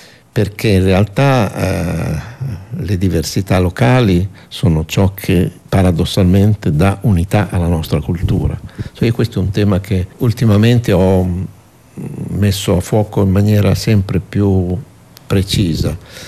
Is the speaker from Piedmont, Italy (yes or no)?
no; Emilia-Romagna, Italy; accent: Romagnol; now in Bologna, Italy; ho insegnato a Bologna per tanti anni, ma guardi che qualsiasi bolognese riconoscerebbe nel mio accento un'origine romagnola molto diversa.